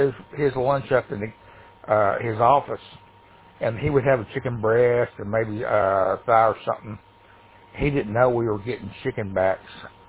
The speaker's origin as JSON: {"language": "English", "region": "Tennessee", "country": "United States", "tie": "born there", "also_born_or_lived": "Chattanooga, Tennessee / Hendersonville, Tennessee", "said": "we moved from Chattanooga up to near Nashville, up to Hendersonville, when I was in sixth grade"}